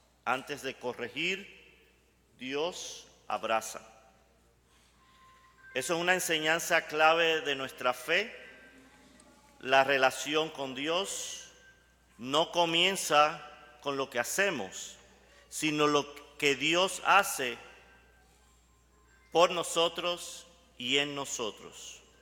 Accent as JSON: {"language": "Spanish", "region": "Camagüey", "country": "Cuba", "also_born_or_lived": "Maryland / Washington D.C. / Boston / Milwaukee", "moved": "as an adult", "lives_now": "Colorado, United States", "said": "soy originalmente de Camagüey, llegué a Estados Unidos en 2003, he vivido en diferentes lugares en Estados Unidos, en Maryland, en Washington D.C. y actualmente en Colorado."}